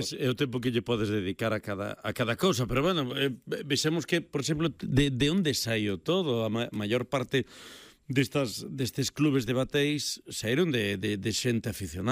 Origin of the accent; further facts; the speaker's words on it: Galicia, Spain; Non son da Mariña, son da Costa da Morte.